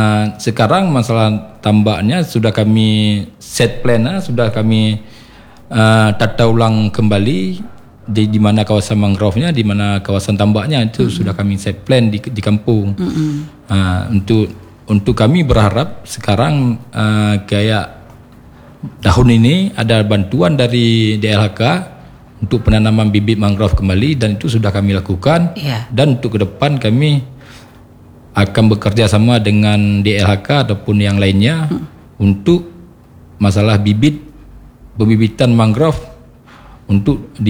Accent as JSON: {"language": "Indonesian", "region": "Aceh", "country": "Indonesia", "said": "Sebenarnya kami di Lamteh"}